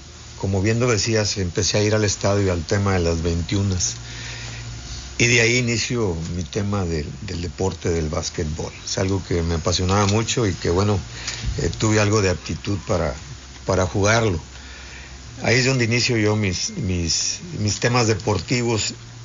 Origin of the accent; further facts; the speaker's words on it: Ciudad Victoria, Tamaulipas, Mexico; born there; yo nací en Ciudad Victoria, Tamaulipas. … Tengo 69 años de edad.